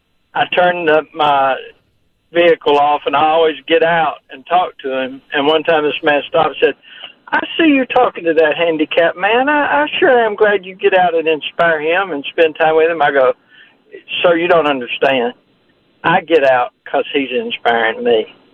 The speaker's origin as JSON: {"language": "English", "town": "Nashville", "region": "Tennessee", "country": "United States", "tie": "born or raised there", "said": "growing up in Nashville"}